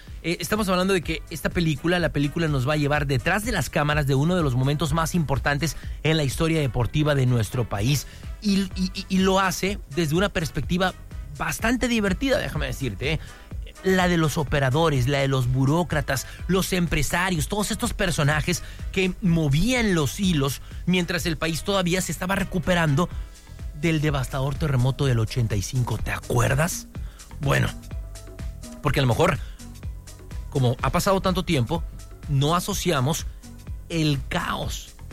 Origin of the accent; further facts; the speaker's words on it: Mexico; si de algo somos expertos los mexicanos, déjame decirte, es que nos podemos reír